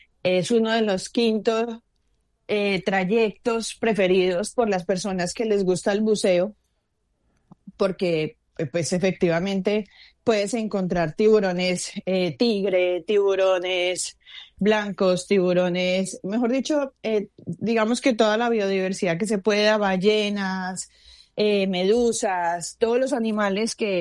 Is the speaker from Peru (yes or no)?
no; Colombia; Me siento feliz, muy feliz de estar en mi tierra